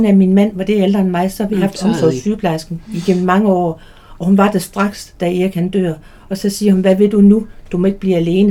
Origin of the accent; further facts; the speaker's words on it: Jutland, Denmark; now in Rødovre, Denmark; Og nu stod jeg der alene, og faktisk så er jeg jyde. Vi flyttede til for 10 år siden til Rødovre